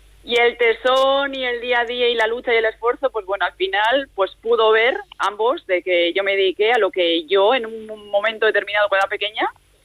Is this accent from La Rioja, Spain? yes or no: yes; La Rioja, Spain; born there; aunque soy riojana de nacimiento y mi tierra la llevo en el corazón siempre